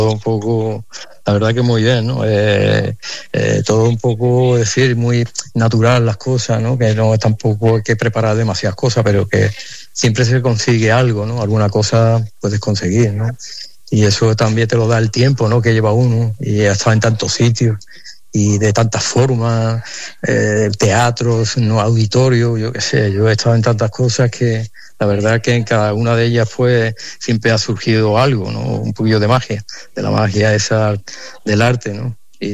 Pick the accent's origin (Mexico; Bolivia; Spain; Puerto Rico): Spain; Alcalá de Guadaíra, Andalusia